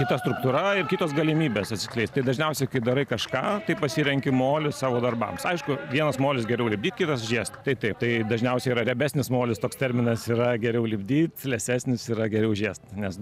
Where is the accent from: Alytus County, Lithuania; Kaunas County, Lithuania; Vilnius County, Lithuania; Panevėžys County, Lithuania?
Panevėžys County, Lithuania; Paberžiai; Panevėžio rajonas, Paberžių kaimas.